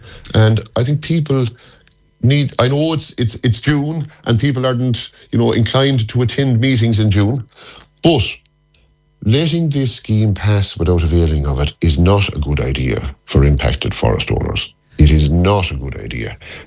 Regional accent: Connacht, Ireland; I come from East Galway. The Slievochty Mountains in East Galway, there's a huge coverage of Sitka spruce.

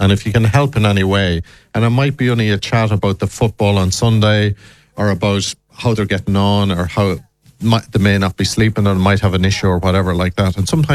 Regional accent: Ballina, Connacht, Ireland; from the, you know, Belmullet right up to Ballina, my hometown, across to Castlebar, Westport

